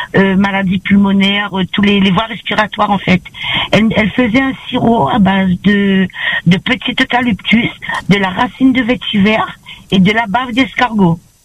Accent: Réunion; born there; Moi, je suis née dans les Hauts

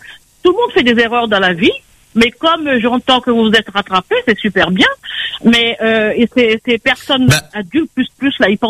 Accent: Cergy, Île-de-France, France; Je suis du Cergy, de Cergy.

